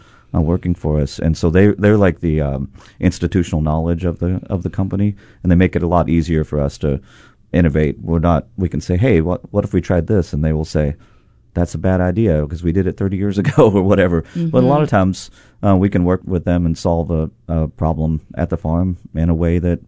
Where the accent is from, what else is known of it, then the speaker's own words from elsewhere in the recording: Kentucky, United States; but I grew up in Kentucky fixing old cars and old buildings and stuff, and we just used our hands a lot and working on my grandfather's farm for a little bit.